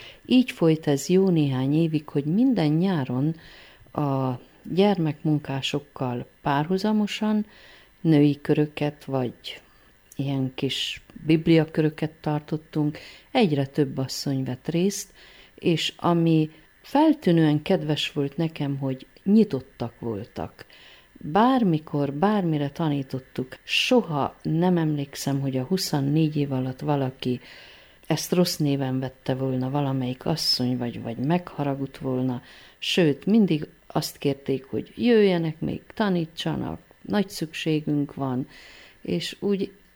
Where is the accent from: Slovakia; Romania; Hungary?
Romania; Székely Land; Egy olyan székelyföldi faluban nőttem föl, ahol egy tömbben élnek cigányok is. Cigány osztálytársaim is voltak.